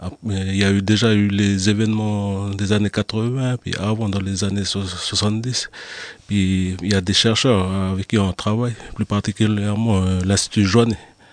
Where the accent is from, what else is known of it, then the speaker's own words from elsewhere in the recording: Hienghène, North Province, New Caledonia; je suis originaire de Waré, à Yengen.